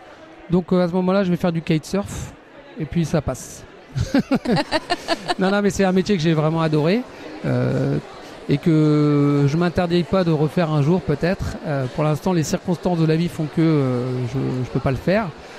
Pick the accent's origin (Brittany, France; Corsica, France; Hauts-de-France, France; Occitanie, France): Brittany, France; moved away; moi, je suis breton.